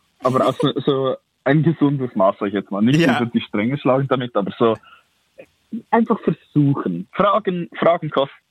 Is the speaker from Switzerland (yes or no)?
yes; Lucerne, Switzerland; now in Zürich, Switzerland